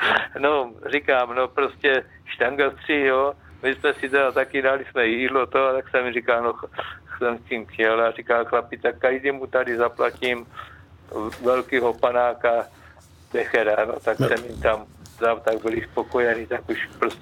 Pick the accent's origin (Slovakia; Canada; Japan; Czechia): Czechia; Kostelec nad Orlicí, Hradec Králové Region; to já jsem z Kostelce, to je na Zorlici